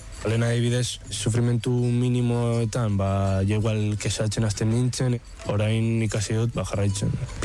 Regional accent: Vitoria-Gasteiz, Basque Country, Spain; born there; 20 urte ditut, Gasteizen jaio naiz

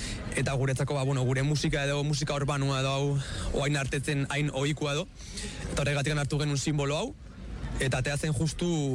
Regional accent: Oiartzun, Basque Country, Spain; txikitan hasi nintzen ba herriko musika eskolan, Oiartzungo musika eskolan

